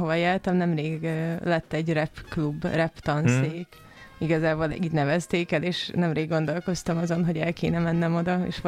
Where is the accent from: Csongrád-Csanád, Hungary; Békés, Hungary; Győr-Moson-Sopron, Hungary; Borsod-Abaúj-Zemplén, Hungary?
Borsod-Abaúj-Zemplén, Hungary; Miskolc; Miskolcra. Helyő Csabán nőttem fel, de sokat voltam az Avason.